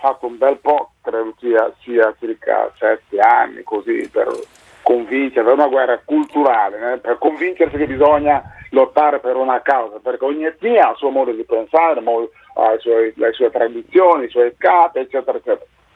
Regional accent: Guinea-Bissau; Italian is a second language; now in Italy

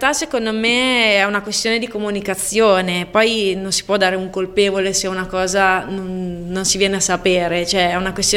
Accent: Casalmorano, Lombardy, Italy; moved away as an adult; now in Cremona, Italy; io da che vivo in città, perché io sono di campagna, cioè sono di Casalmorano ma vivo a Cremona da 2 anni, da che vivo proprio la città

